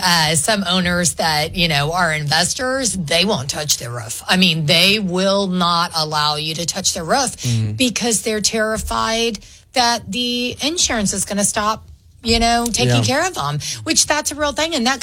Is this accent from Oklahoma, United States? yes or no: yes; Oklahoma, United States; we're from Oklahoma.